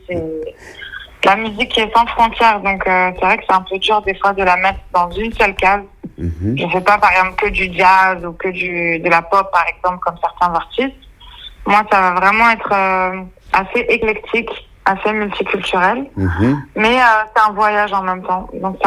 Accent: Paris, Île-de-France, France; moved away as an adult; also born or lived in Burkina Faso / Mali / Senegal; now in Cape Verde; J'ai grandi à Paris. Comme je vous ai dit, j'ai une mère marocaine, mon père tunisien.

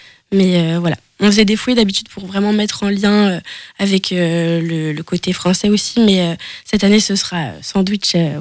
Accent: La Daguenière, Pays de la Loire, France; Ouais, on a grandi avec à la Daguenière

